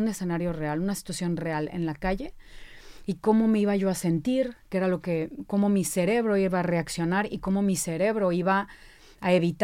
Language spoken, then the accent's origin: Spanish; Veracruz, Mexico; yo soy de Veracruz, soy una buena jarocha, como decimos nosotros.